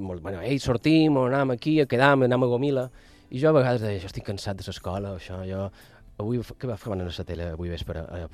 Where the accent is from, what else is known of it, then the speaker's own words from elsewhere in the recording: Sant Carles de la Ràpita, Catalonia, Spain; i mon pare i mon mare se van conèixer allà. Ah, sí, és Ràpita. Som molt de Ràpita.